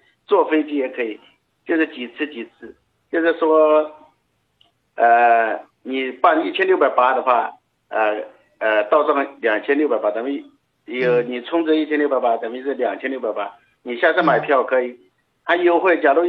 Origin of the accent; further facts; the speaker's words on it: Jiangxi, China; now in Shanghai, China; 我们江西老家有这个风俗嘛